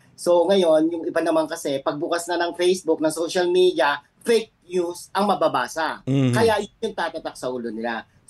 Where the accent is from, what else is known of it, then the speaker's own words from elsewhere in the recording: Lemery, Calabarzon, Philippines; Taga Lemery, Batangas po.